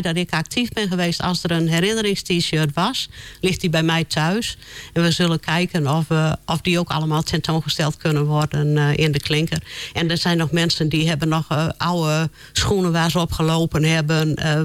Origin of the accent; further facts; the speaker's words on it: Woldendorp, Groningen, Netherlands; born there; Ja, ik ben geboren in Woldendorp.